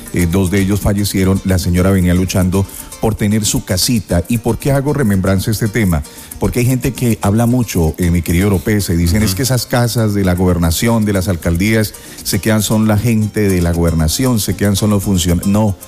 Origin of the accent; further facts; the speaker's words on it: Villavicencio, Meta, Colombia; born there; Yo soy nacido en Villavicencio, de sangre pancha.